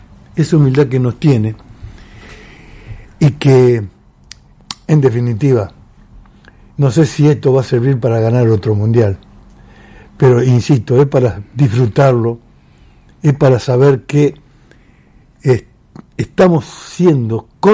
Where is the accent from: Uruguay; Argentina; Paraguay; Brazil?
Argentina